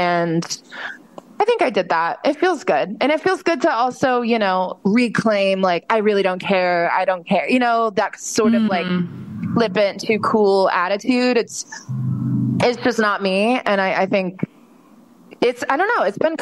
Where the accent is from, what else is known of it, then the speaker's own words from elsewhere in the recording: Florida, United States; You know, like where I grew up in Florida, I didn't really know another gay person